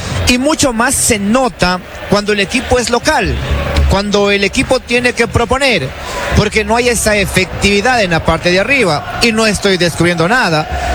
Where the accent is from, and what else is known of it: Ecuador